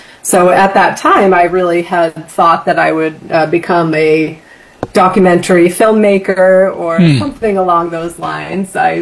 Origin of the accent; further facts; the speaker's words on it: Boston, Massachusetts, United States; I, you know, growing up outside of Boston, I went to just a, you know, traditional public school, had a wonderful experience and a great upbringing.